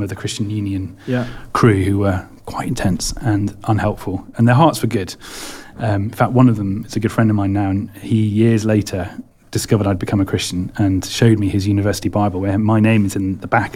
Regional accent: Manchester, North West England, United Kingdom; born there; So I was born in Manchester. I don't sound like it because I didn't stay there that long.

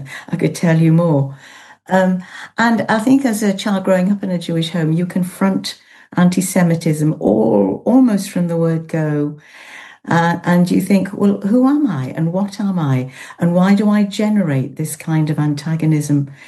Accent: Yorkshire and the Humber, United Kingdom; accent: Yorkshire; you'd know it was Yorkshire, wouldn't you, from my accent?

